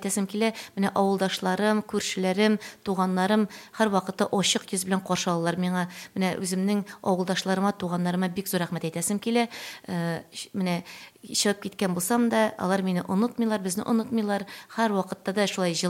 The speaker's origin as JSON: {"language": "Tatar", "town": "Tyorkesh", "region": "Tatarstan", "country": "Russia", "tie": "born or raised there", "said": "Кукмара, Кукмара минем яраткан районым, Кукмара, мин Кукмара районы Төркеш авылыннан чыккан кеше."}